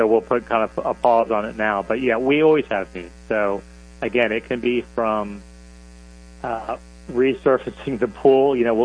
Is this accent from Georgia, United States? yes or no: no; Florida, United States; I'm born and raised in Central Florida